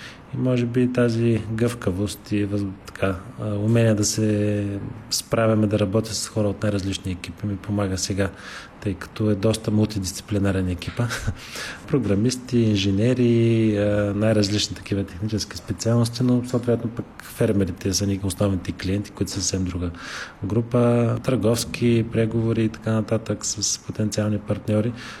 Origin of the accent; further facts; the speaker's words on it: Gabrovo, Gabrovo Province, Bulgaria; Ние сме от Габрово, между другото